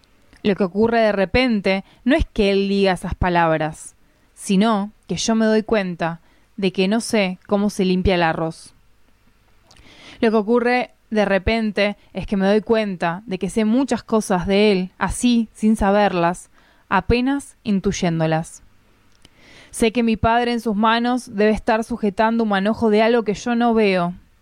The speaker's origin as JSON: {"language": "Spanish", "country": "Argentina", "tie": "born or raised there", "said": "A mí, que nací y me crié en Argentina, me da pereza buscar palabras en el diccionario."}